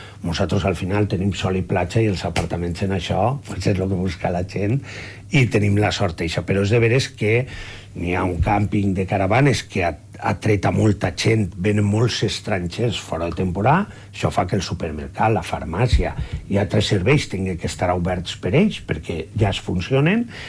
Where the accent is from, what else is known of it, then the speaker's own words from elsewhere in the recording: Gandia, Valencian Community, Spain; Jo soc de Gandia i així no ho defenc.